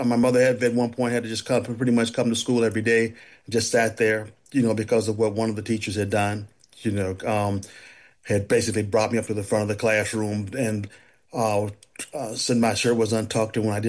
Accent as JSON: {"language": "English", "town": "Denver", "region": "Colorado", "country": "United States", "tie": "born or raised there", "said": "When I was actually growing up in Denver, Denver's about as white as Detroit is black."}